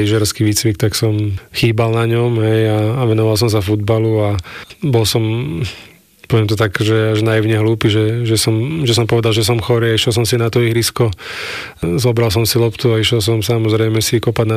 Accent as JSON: {"language": "Slovak", "town": "Bratislava", "region": "Bratislava Region", "country": "Slovakia", "tie": "born or raised there", "said": "Petržalke."}